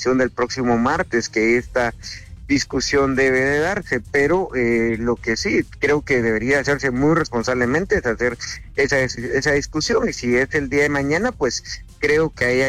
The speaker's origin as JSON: {"language": "Spanish", "country": "Guatemala"}